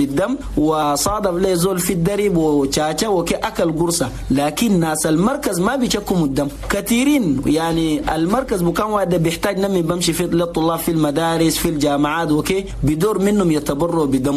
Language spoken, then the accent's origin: Arabic; Chad; نقول لاخواننا المواطنين جميعا في بلدنا تشاد